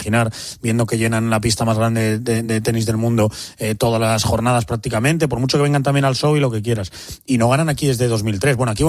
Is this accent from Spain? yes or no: yes; Spain